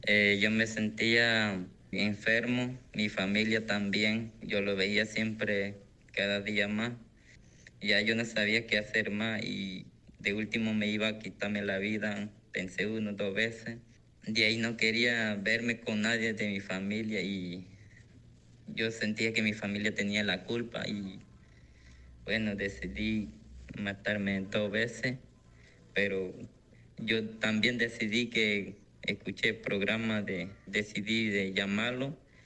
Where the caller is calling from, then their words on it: Herrera, Panama; Cerca de Chitré.